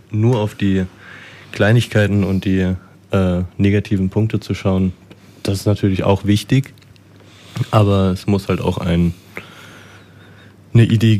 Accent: Rüsselsheim, Hesse, Germany; born there

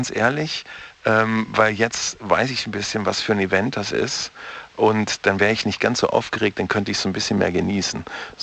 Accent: Braunschweig, Lower Saxony, Germany; Also wir sind beide aus Niedersachsen, er kommt aus Wolfsburg, ich aus Braunschweig.

